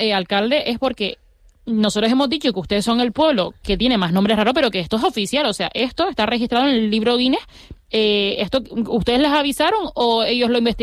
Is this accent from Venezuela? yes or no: no; Canary Islands, Spain